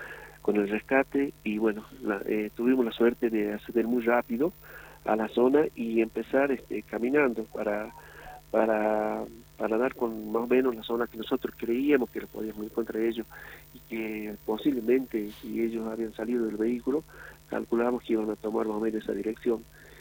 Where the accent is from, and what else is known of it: Antofagasta, Chile